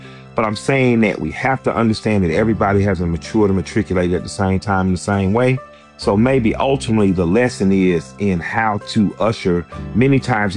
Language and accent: English; the South, United States; I grew up in the South. My grandparents were from Eatonton, Georgia, and Tuskegee.